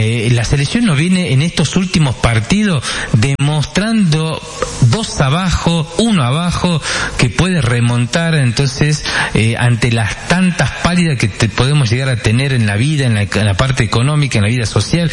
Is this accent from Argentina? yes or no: yes; Argentina; nos sentimos identificados con la argentinidad